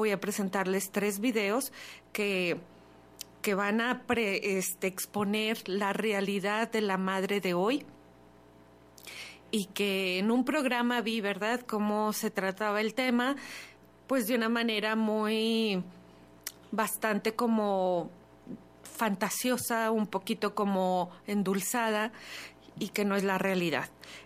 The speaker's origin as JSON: {"language": "Spanish", "country": "Mexico", "said": "un año para recordar nuestra identidad como mexicanos."}